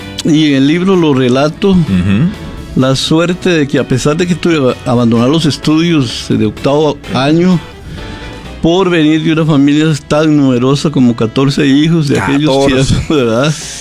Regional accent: Lagunilla, Heredia, Costa Rica; Yo nací y crecí en Lagunilla, entre cafetales, de ahí en el título, obviamente, cogiendo café en vacaciones y viviendo en esa Costa Rica de mediados del siglo XX que ya no existe.

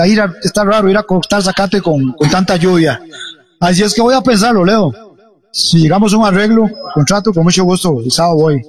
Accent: Costa Rica; como costarricense que soy

